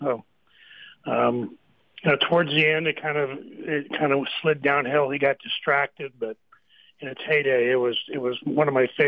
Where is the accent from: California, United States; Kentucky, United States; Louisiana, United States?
California, United States; Oh, well, I grew up in the East Bay, so I did eat at Doggy Diner.